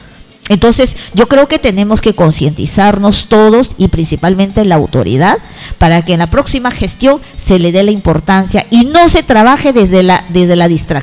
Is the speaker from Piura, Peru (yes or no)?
no; Sisa, San Martín, Peru; yo crecí acá en Sisa